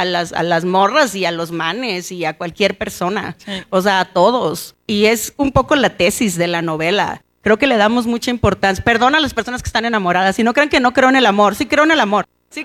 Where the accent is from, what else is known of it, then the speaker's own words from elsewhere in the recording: Mexicali, Baja California, Mexico; porque soy norteña transfronteriza, porque soy de Mexicali